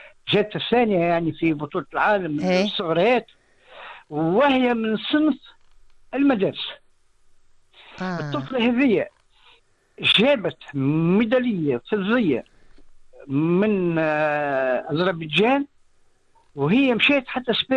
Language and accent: Arabic; Tunisia; عندنا في تونس